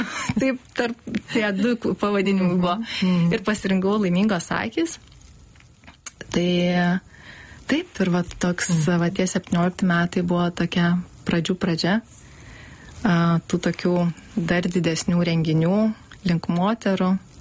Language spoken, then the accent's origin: Lithuanian; Panevėžys, Panevėžys County, Lithuania; Taip, aš iš Panevėžio.